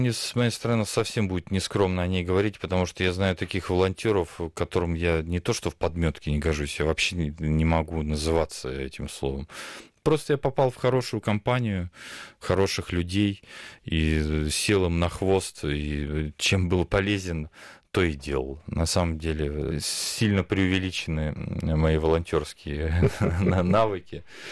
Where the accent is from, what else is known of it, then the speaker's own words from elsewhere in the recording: Saint Petersburg, Russia; я из Санкт-Петербурга